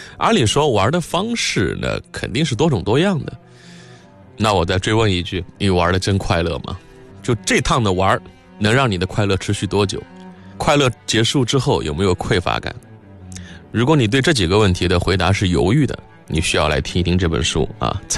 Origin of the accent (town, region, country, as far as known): China